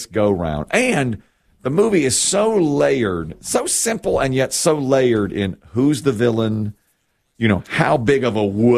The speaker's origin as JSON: {"language": "English", "town": "Ashburn", "region": "North Carolina", "country": "United States", "moved": "yes", "said": "Now, I was so new to the ways of the world. I'm from Ashburn, North Carolina. I didn't know anything."}